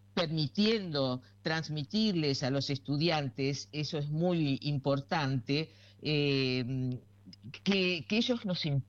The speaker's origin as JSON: {"language": "Spanish", "country": "Argentina", "said": "sobre todo que nos haga sentir orgullosos como argentinos."}